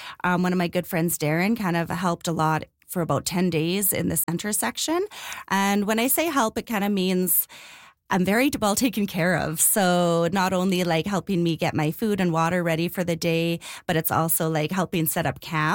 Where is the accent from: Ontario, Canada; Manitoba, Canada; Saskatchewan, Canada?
Manitoba, Canada; Flin Flon; born there; I was born in Flin Flon.